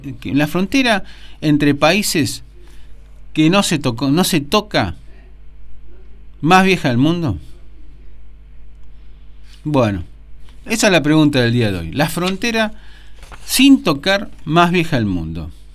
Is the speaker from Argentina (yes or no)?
yes; Argentina; para los que somos argentinos